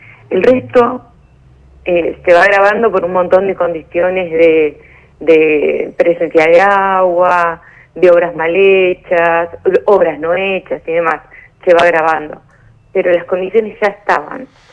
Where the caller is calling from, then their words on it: Argentina; yo vivo en Los Tilos desde el año 2005, si no me equivoco. Fui la segunda en ir a habitarlo, cuando todavía el barrio no estaba listo